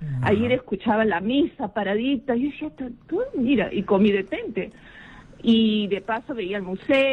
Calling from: Lima, Peru; Llamo de San Juan de Miraflores.

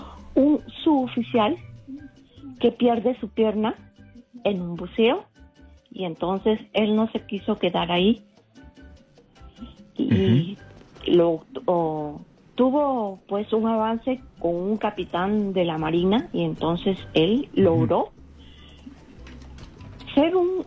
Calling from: Talara, Piura, Peru; De Talara.

